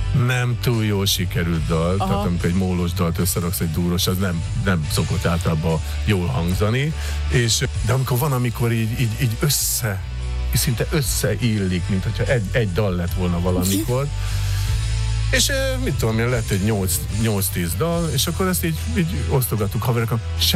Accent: Budapest, Hungary; Jó, azért hozzáteszem, hogy csepeliek vagyunk

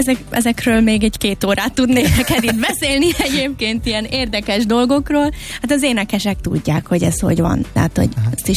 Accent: Hungary; azon a nyelven kellett énekelni magyarként.

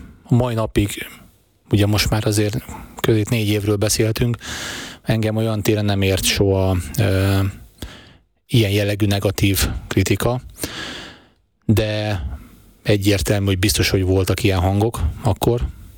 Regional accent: Pécs, Baranya, Hungary; én is egy megyeszékhelyről ezek, ugye én pécsi vagyok

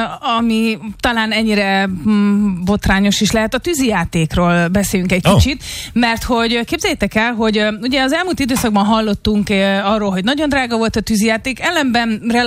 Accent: Hungary; engem, mint magyar állampolgárt

